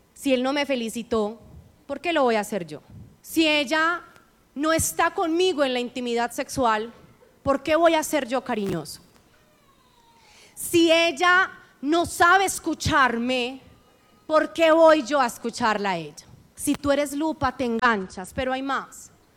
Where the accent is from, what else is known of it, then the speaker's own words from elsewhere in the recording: Sonsón, Antioquia, Colombia; born there; le muestro que yo nací en Sonsón, Antioquia. Que vos hablas duro, yo hablo peor.